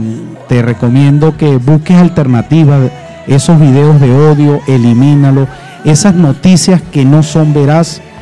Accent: Venezuela; como venezolanos, como Venezuela.

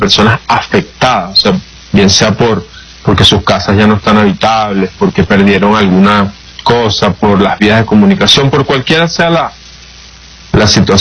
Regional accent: Venezuela

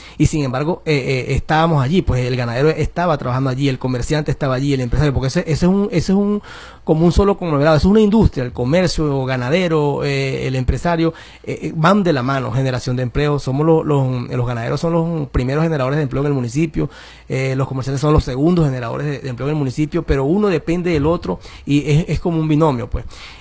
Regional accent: Venezuela; nosotros necesitamos como venezolanos

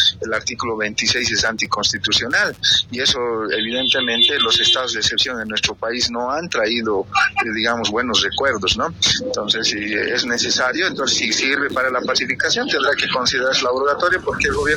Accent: Bolivia

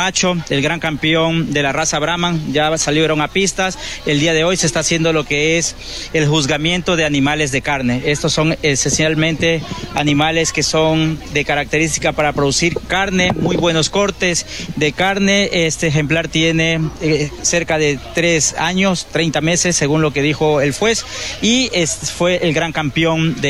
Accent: Ecuador; y ahora también nosotros como ecuatorianos que estamos realmente introduciéndolas a nuestras fincas.

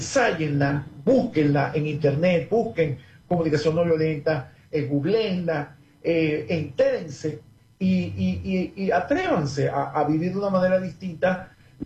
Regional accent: Venezuela

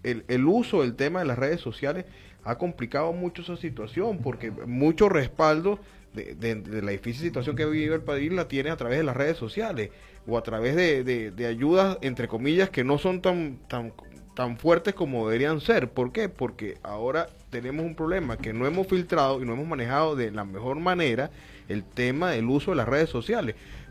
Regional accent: Mérida, Venezuela; moved away; yo que vengo de Mérida

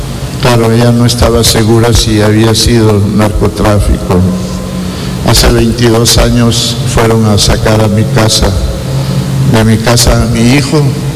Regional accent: Teculután, Zacapa, Guatemala; yo que soy de Teculután

